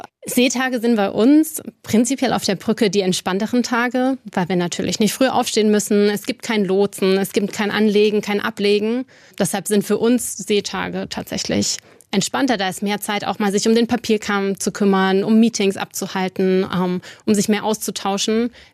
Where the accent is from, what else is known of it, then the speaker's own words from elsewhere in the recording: Bavaria, Germany; born there; moved away; also born or lived in Mannheim; Und habe da meine ersten Lebensjahre auch verbracht. Und dann sind wir aus familiären Gründen zur Familie meiner Mama nach Oberfranken, nach Bayern gezogen. Und ich habe meine Ferien aber immer hier verbracht, bei meinen Großeltern am Rhein.